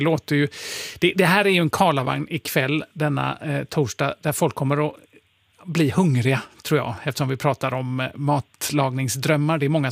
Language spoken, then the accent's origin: Swedish; Kävlinge, Skåne, Sweden; born there; Jag är född i Kävlinge.